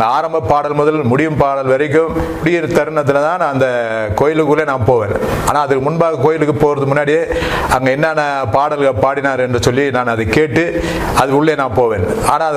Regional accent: Chennai, Tamil Nadu, India; நான் ஒரு இந்து குடும்பத்தில் பிறந்தேன். … நான் ராயபுரத்தில் மீனாட்சி அம்மன் பேட்டை என்ற பகுதியில் பிறந்து வளர்ந்தேன்.

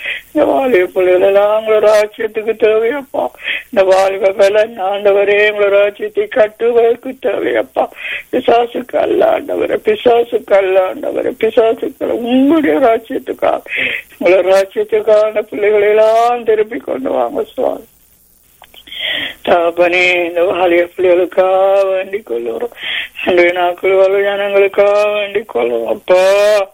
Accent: Sri Lanka; எங்களுடைய தேசம், நாங்கள் பிறந்து வளர்ந்த தேசம் ஆண்டவர், எங்களை மூதாதையர் வாழ்ந்த தேசம்

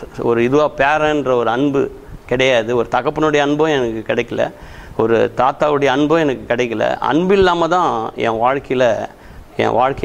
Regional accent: Chennai, Tamil Nadu, India; born or raised there

